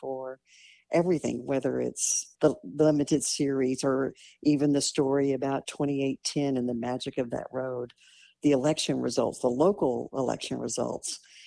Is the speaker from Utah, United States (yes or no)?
no; Marfa, Texas, United States; I was born and raised in Marfa.